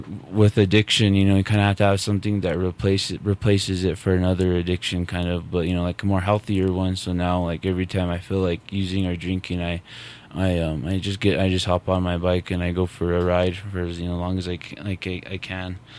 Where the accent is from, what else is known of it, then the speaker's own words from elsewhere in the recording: Taos Pueblo, New Mexico, United States; I'm from Taos Pueblo.